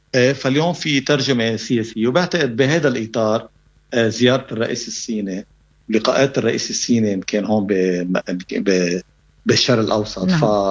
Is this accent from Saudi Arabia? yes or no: no; Lebanon; يعني عمليا حقيقه نحن معولين جدا كلبنانيين على الدور السفير عيسى